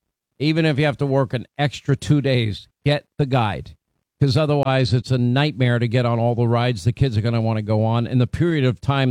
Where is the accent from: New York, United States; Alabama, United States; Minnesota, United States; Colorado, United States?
New York, United States; where I grew up in Long Island, you know, we'd go to places, a place called Jones Beach or Point Lookout Beach